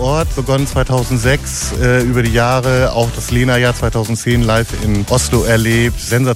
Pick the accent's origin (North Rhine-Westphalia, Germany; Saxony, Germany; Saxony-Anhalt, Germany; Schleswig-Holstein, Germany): North Rhine-Westphalia, Germany; Hürth; Ich komme aus Hürth